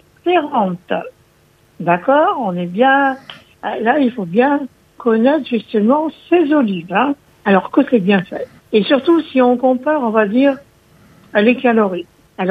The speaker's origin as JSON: {"language": "French", "region": "Corsica", "country": "France", "said": "Bon, c'est vrai que chez nous en Corse, on a quand même des bonnes olives, hein."}